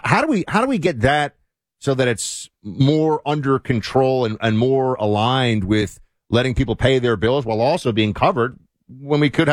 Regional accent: Florida, United States; So you are running for governor in Florida, my home state here

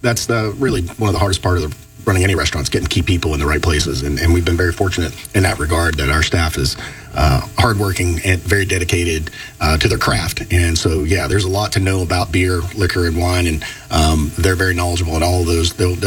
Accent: Georgia, United States; also born or lived in Bethel Park, Pennsylvania; And so grew up very young, military base, and he was actually from South Georgia. And we settled down there.

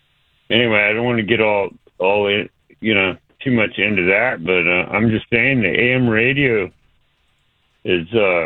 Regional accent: Sacramento, California, United States; born there; I was born in Sacramento, but I didn't live here for many years.

